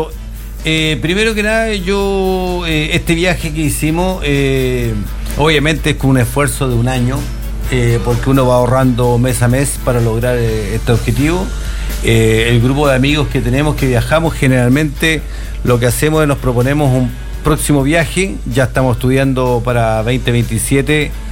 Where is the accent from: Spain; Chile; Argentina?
Chile; somos de Chile.